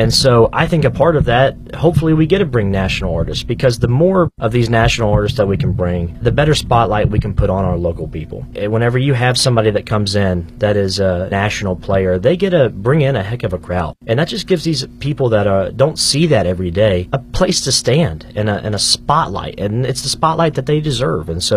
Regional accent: West Virginia, United States; born there

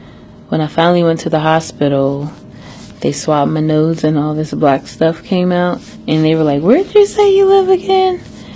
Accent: Virginia, United States; I live on Ivy Avenue. I grew up in the East End, been here for the last 32 years of my life.

